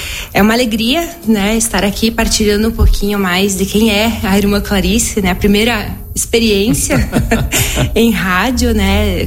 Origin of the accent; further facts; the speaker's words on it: Severiano de Almeida, Rio Grande do Sul, Brazil; now in Marau, Brazil; Então eu sou natural de Severiano de Almeida, nasci e cresci no interior, né, de uma comunidade chamada Linha Tigre, meus pais pequenos agricultores.